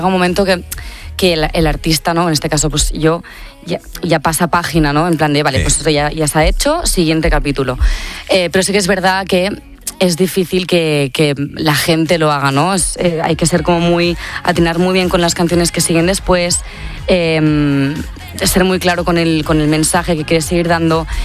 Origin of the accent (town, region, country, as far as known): Tiana, Catalonia, Spain